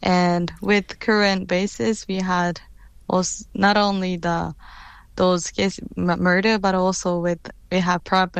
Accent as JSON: {"language": "English", "region": "Okinawa", "country": "Japan", "tie": "born or raised there", "second_language": "English", "said": "Military was there since I was born. But what my parents, also my family, told me that after the World War II, one in four citizen died during the World War II, Okinawa, Battle of Okinawa."}